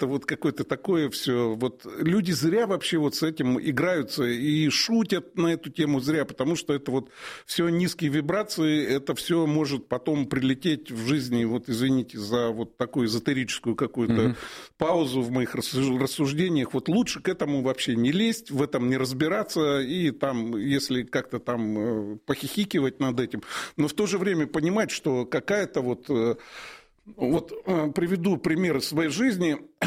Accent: Siberia, Russia; я из Сибири родом

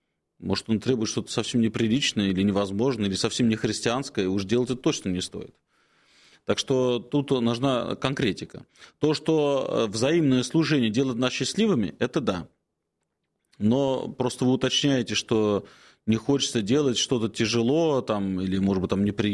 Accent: Moscow, Russia; мы живем в Москве еще там с середины или начала 19 века. И так-то я коренной москвич, я москвич, и я русский человек, и для меня Россия – это моя родина.

